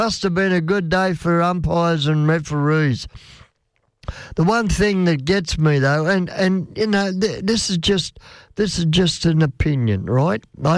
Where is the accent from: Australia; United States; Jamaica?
Australia; I am an Aussie. Yeah, I was born and bred here. And I am a proud Australian, and I'm proud to be an Aussie.